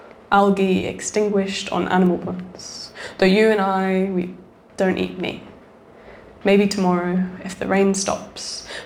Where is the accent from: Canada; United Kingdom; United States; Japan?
United Kingdom; Scotland; moved away; I grew up in Scotland